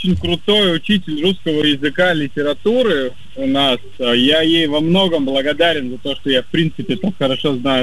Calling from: Novosibirsk, Novosibirsk Oblast, Russia; Новосибирска.

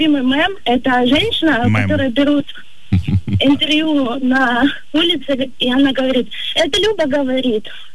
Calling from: Rostov-on-Don, Rostov Oblast, Russia; я из Ростова-на-Дону.

